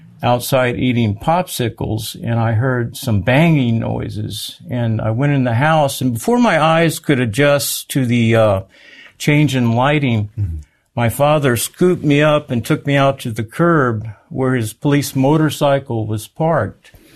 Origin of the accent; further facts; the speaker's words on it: San Antonio, Texas, United States; born there; Well, I was born in San Antonio, Texas